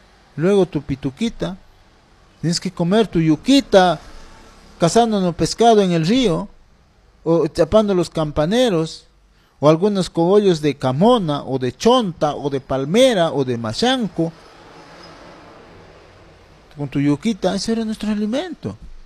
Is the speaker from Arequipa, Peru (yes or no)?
no; Ricrán, Junín, Peru; yo soy de un del perteneciente a la provincia de Jauja, un distrito humilde pero de gran corazón llamado Ricrán y su centro poblado Tambillo. De ahí soy yo, donde se cultiva la papa en grandes cantidades, las ganaderías de entre vacunos y ovinos y muchos emprendedores más